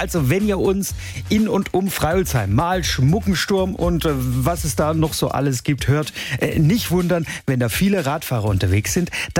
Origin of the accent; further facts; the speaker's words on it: Baden-Württemberg, Germany; heute Morgen bin ich aus meiner Heimat, also aus dem Nordschwarzwald hierher gefahren nach Offenburg